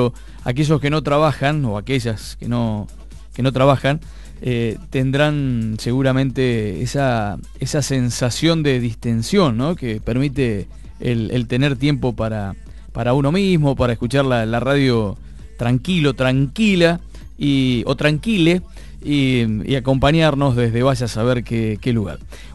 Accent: Argentina

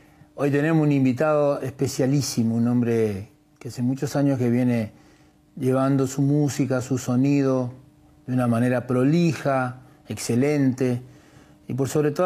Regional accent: Santa Fe, Argentina; also born or lived in Calchaquí; Somos santafesinos los dos.

